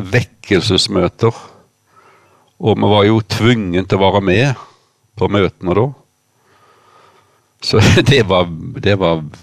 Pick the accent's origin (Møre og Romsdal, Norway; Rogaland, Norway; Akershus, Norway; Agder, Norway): Rogaland, Norway; Sævlandsvik; Så vi vokste opp her i Sævlandsvikta. Bare en steinkast herifra som vi sitter nå.